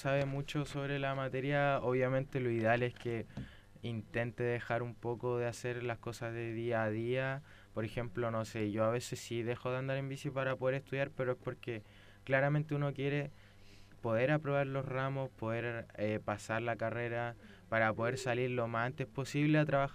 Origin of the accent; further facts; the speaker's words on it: Ñuble, Chile; yo vengo del sur, vengo de la región de Ñuble.